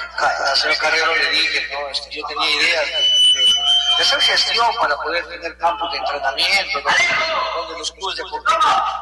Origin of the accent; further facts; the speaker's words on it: Rioja, San Martín, Peru; como riojano que soy